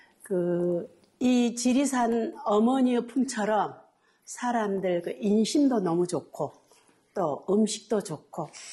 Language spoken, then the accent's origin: Korean; Haenam, South Jeolla, South Korea; also born or lived in Gwangju / Cheongju; now in Gurye, South Korea; 원래는 저는 해남이고